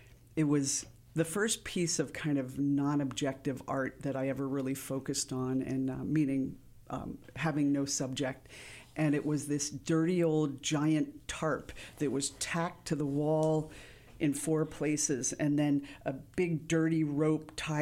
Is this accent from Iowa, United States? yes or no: no; New York, United States; also born or lived in California; I grew up pretty much outside of New York City in the mm-hmm. suburbs, mm-hmm. and half an hour, really close.